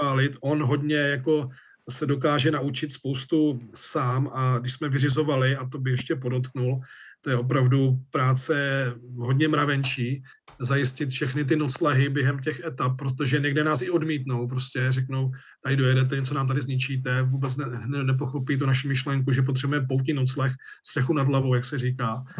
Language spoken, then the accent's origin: Czech; Uherský Brod, Zlín Region, Czechia; Já jsem teda víceméně z Uherského Brodu, takže prostě tady to naše olomoucká arcidiecéze